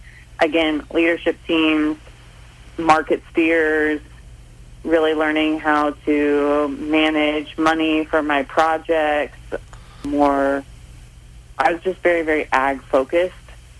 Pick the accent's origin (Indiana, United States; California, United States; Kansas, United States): Kansas, United States; Holton; So I am originally from Holton, Kansas, which is northeast Kansas, and grew up, my parents had more of a hobby farm.